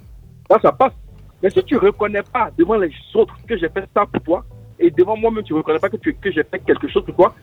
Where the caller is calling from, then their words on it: Abidjan, Côte d’Ivoire; J'appelle de la Riviera Palmeret